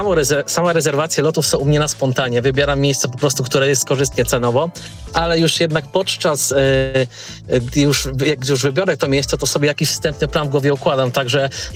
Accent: Subcarpathian Voivodeship, Poland; Ja jestem z Podkarpacia

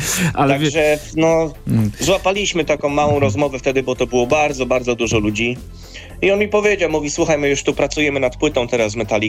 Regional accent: Pruszków, Masovian Voivodeship, Poland; czyli ja jestem z Pruszkowa, także 2 miasta obok duże.

